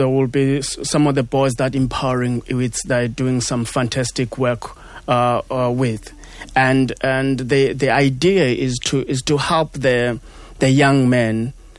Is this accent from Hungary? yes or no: no; South Africa; as a South African, South Africans are very resilient people.